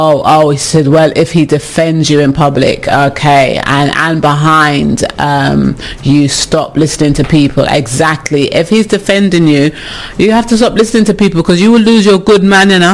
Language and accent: English; England, United Kingdom; I have issues with people, you know, because I'm English